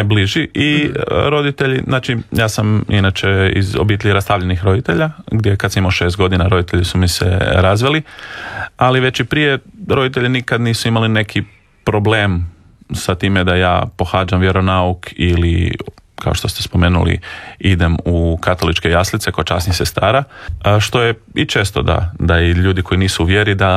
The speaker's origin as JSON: {"language": "Croatian", "town": "Rijeka", "region": "Primorje-Gorski Kotar County", "country": "Croatia", "tie": "born there", "said": "rođen sam u Rijeci prije nešto manje od 40 godina, 37 ako ćemo biti točni."}